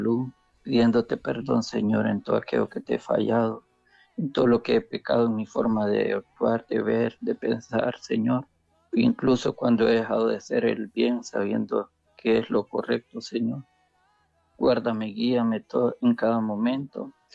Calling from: San Pedro Sula, Cortés, Honduras; de San Pedro Sula.

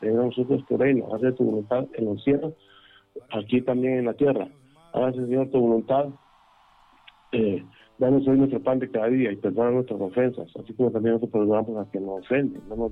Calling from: Honduras; De Santa Fe.

